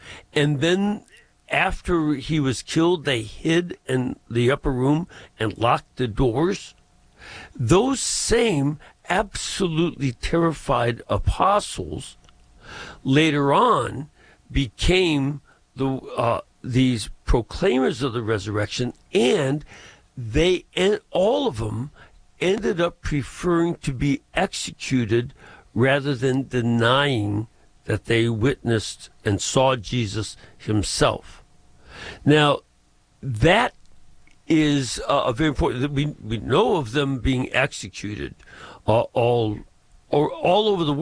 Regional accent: Chicago, Illinois, United States; But again, it helps me as a Chicagoan to understand it.

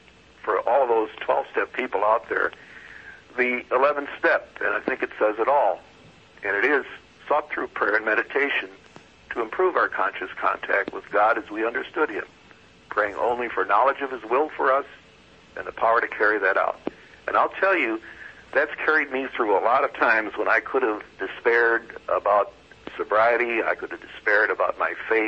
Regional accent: Indiana, United States; I'm from Indiana.

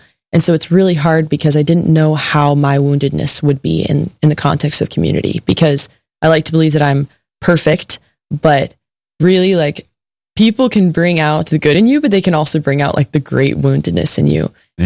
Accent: College Station, Texas, United States; born and raised in College Station, and I've been a friend of Red Sea Catholic Radio ever since I was little.

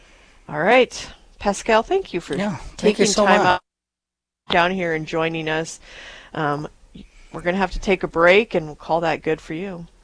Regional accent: Rapid City, South Dakota, United States; I was born and raised in Rapid

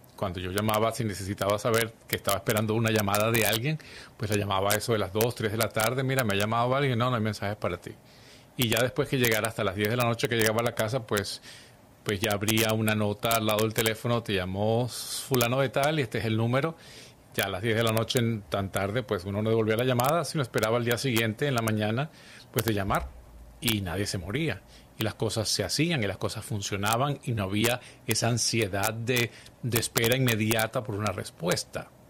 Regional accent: Caracas, Capital District, Venezuela; Yo recuerdo siendo pues ya adulto joven en Caracas, en Venezuela, de donde soy natural, pues no teníamos teléfonos celulares.

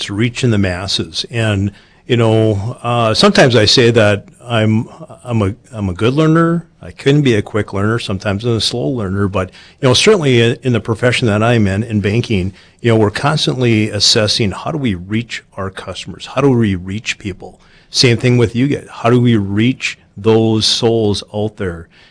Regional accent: Grand Forks, North Dakota, United States; now in Fargo, United States; born and raised in Grand Forks, North Dakota, coming from parents that grew up on farm families north of Devil's Lake.

